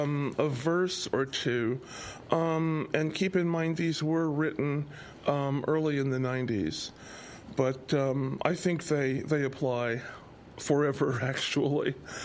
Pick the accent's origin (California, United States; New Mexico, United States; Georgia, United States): California, United States; Pasadena; my hometown, Pasadena